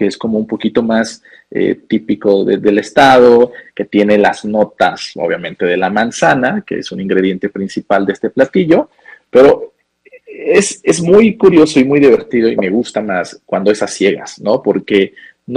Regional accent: Puebla, Mexico; yo como poblano

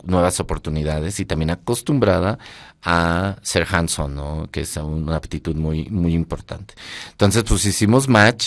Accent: Mexico; aquí, de aquí soy. Aunque no sé nada de vino, ¿no? Como muchos mexicanos hoy día y en ese momento, ¿no?

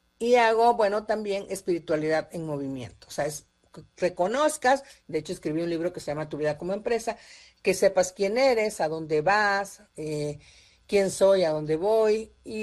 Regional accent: Mexico; Los mexicanos somos excelentes para atender al turismo.

